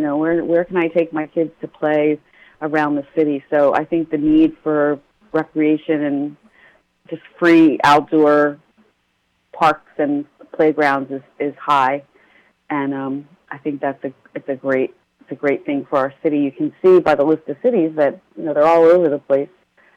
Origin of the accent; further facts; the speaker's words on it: Levittown, United States; moved away; I was just home in my hometown over the weekend, and I drove past a playground in Levittown, which was a planned community, you know, 65 years ago.